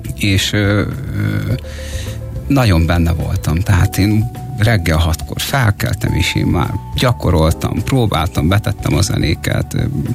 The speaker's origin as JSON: {"language": "Hungarian", "town": "Endrefalva", "region": "Nógrád", "country": "Hungary", "tie": "born or raised there", "also_born_or_lived": "Salgótarján", "said": "Salgótarján. Én Salgótarjánban születtem. Salgótarján mellett nevelkedtem egyébként Endrefalván."}